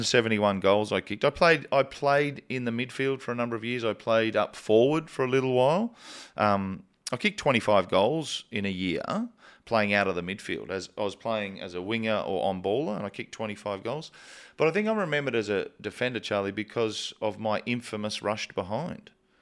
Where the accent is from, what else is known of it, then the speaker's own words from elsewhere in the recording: Alice Springs, Northern Territory, Australia; I grew up in Alice Springs kicking the ball around at Traeger Park.